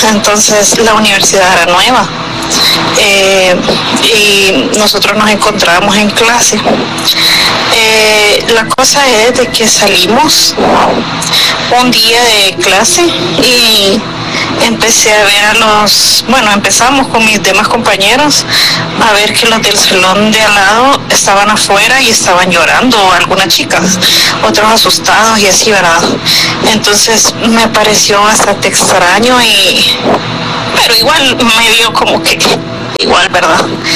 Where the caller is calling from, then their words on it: El Salvador; Yo soy de El Salvador